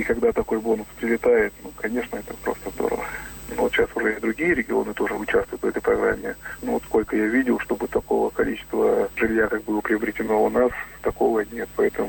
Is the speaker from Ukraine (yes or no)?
yes; Ukraine; now in Siberia, Russia; Я вот из Украины